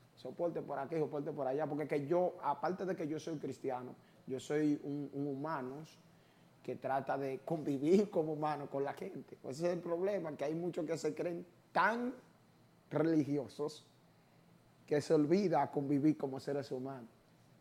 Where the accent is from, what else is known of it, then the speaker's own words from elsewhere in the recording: Santo Domingo, Distrito Nacional, Dominican Republic; also born or lived in Capotillo; Yo estoy viviendo ahora en La Cañita. Viviendo en La Cañita, es un barrio que queda por los bandos con Abeltoma, pero yo me crié en Villas Agrícolas, del Capotillo a Villas Agrícolas. Me terminé de criar en Villas Agrícolas.